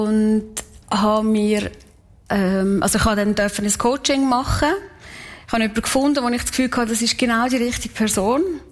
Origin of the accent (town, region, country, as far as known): Kaltbrunn, St. Gallen, Switzerland; born or raised there